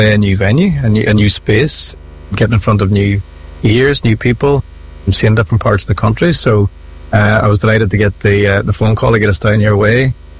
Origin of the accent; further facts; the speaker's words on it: Northern Ireland, United Kingdom; And growing up in Ireland, I was around that at any family gathering that we have attended.